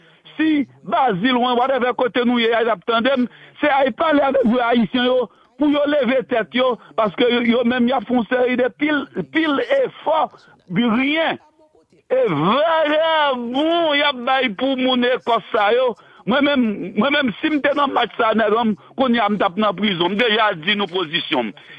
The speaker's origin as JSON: {"language": "French", "country": "Haiti", "said": "je suis haïtien et tout. Il faut qu'on ait. Que le monde entier contre nous"}